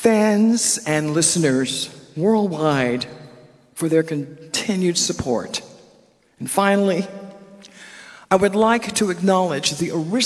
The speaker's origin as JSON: {"language": "English", "town": "Perrine", "region": "Florida", "country": "United States", "tie": "born or raised there", "said": "Some of my earliest childhood memories in my hometown of Perrine in Richmond Heights, Florida, are on Sunday mornings listening to my grandmother lead the church in song and praise"}